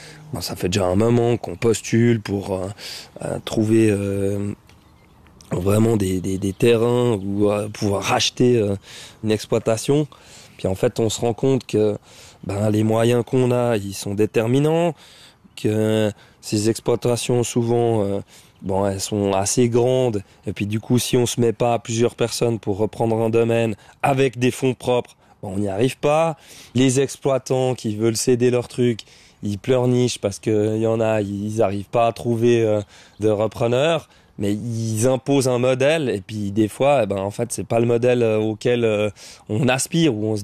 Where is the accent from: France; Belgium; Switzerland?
Switzerland; Versoix, Geneva; Je suis originaire de Versoix. J'ai grandi dans la cité.